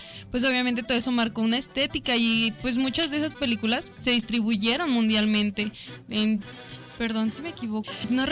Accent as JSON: {"language": "Spanish", "country": "Mexico"}